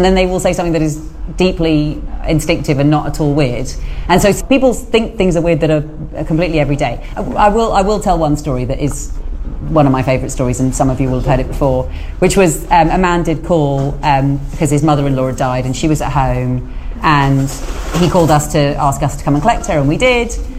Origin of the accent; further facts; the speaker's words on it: Isle of Wight, South East England, United Kingdom; I grew up on the Isle of Wight.